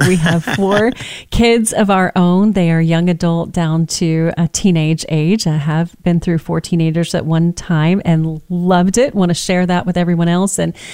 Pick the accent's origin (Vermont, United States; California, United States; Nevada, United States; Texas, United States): Texas, United States; Well, first of all, that I'm a little bit Southern. I'm a Texan, born and raised, and hence the mama.